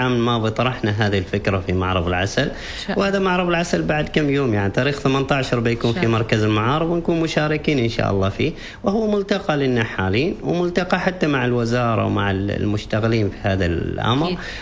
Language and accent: Arabic; Oman; عندنا في عمان